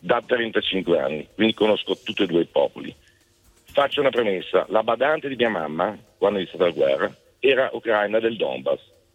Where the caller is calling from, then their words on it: Lugano, Ticino, Switzerland; Siamo da Lugano, buongiorno.